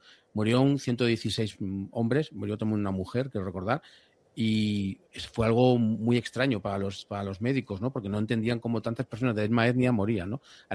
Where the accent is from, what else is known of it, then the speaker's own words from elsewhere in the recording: Madrid, Community of Madrid, Spain; yo soy una persona que no soy de costa, soy de Madrid